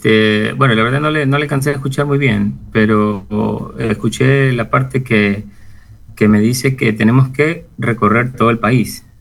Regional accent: Guayaquil, Guayas, Ecuador; yo soy guayaquileño con sangre manaba, mi mamá es manaba … más manaba que cualquiera

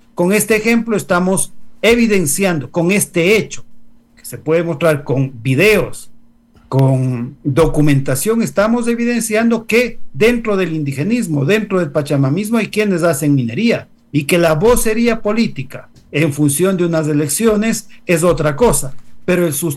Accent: Cuenca, Azuay, Ecuador; yo soy cuencano

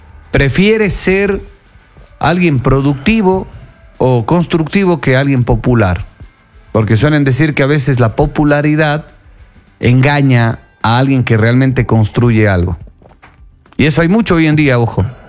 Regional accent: Ecuador

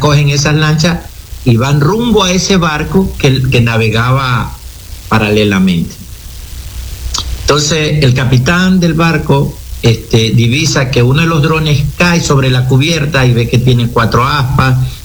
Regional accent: Manta, Manabí, Ecuador; yo soy abogado manabita de la ciudad de Manta. Vivo aquí toda mi vida, aquí nací.

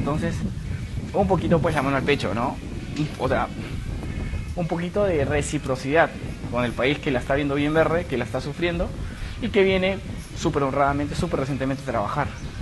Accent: Peru; Y yo le dije, no. No, no soy peruano.

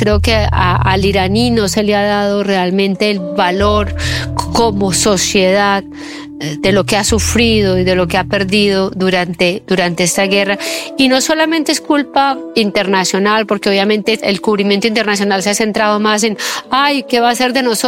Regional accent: Eje Cafetero, Colombia; now in Iran; yo soy colombiana.

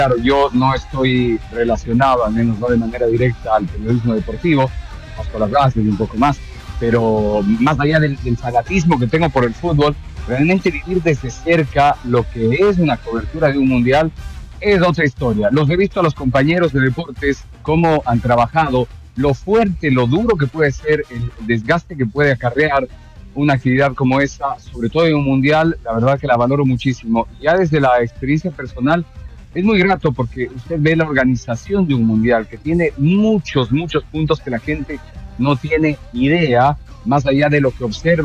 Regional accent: Ecuador

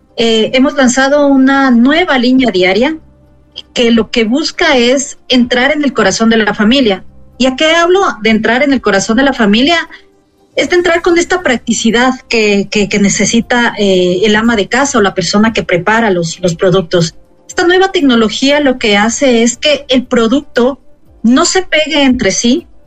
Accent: Ecuador; para nosotros como ecuatorianos

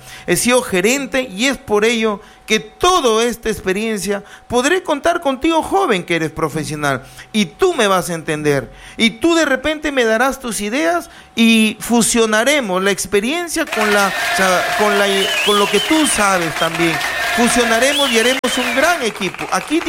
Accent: Túcume, Lambayeque, Peru; a un hijo de este pueblo que lo vio nacer y crecer, correr ahí en chorcito por el río Chancay, tirarse al río, bañarse con los muchachos, ir a comer mangos, ir a comer chiruelas, allí en mi caserío La Pintada.

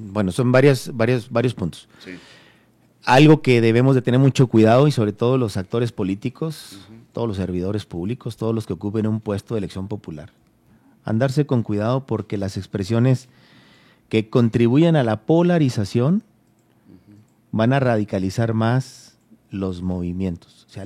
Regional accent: Chihuahua, Mexico; Somos un país, todos somos mexicanos. Los chihuahuenses somos parte de este país, de México.

